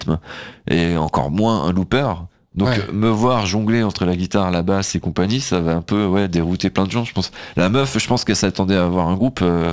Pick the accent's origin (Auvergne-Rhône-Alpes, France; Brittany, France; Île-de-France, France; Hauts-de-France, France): Brittany, France; Ah ouais, non. Je suis breton, ouais.